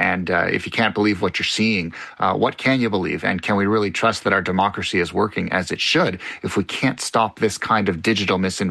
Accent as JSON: {"language": "English", "region": "Quebec", "country": "Canada", "said": "I'm from Quebec, so I've lived through two referendums already"}